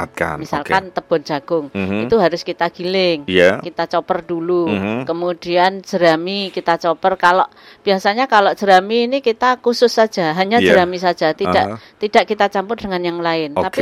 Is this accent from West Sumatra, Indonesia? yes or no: no; Nganjuk, East Java, Indonesia; born there; Saya lahir di Nganjuk.